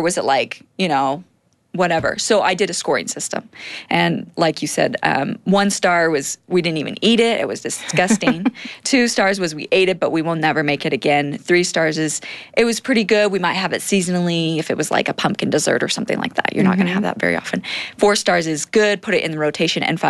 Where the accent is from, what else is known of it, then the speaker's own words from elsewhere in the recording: Great Falls, Montana, United States; moved away as an adult; also born or lived in Provo, Utah / Ohio; now in Salt Lake City, United States; I grew up in Montana, in Great Falls. I had 6 sisters growing up, no brothers